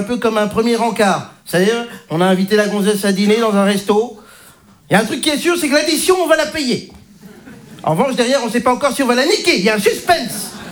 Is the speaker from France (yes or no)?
no; Belgium; also born or lived in Congo; Donc, je suis belge, hein, je représente donc la Belgique ce soir.